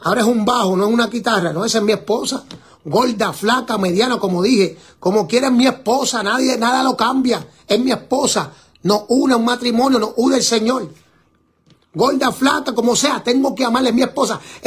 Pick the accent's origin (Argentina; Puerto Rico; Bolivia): Puerto Rico; Carolina; Yo soy de Carolina, papá.